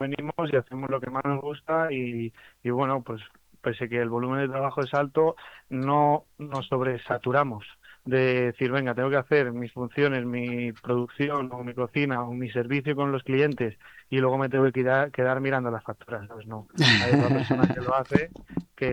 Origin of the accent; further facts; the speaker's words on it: Madrid, Community of Madrid, Spain; yo soy de Antón Martín, del centro de Madrid.